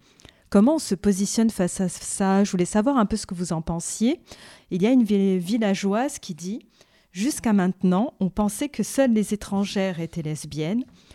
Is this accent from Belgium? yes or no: no; Corsica, France; je suis corse, originaire d'une île méditerranéenne du Sud.